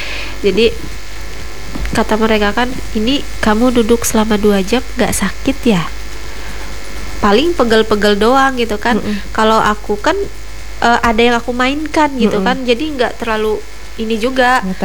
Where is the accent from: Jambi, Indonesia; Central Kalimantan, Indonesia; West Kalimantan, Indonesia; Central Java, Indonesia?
Central Kalimantan, Indonesia; Seruyan